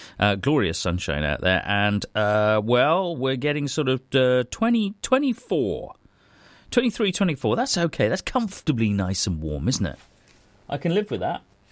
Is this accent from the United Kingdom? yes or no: yes; United Kingdom; We're British.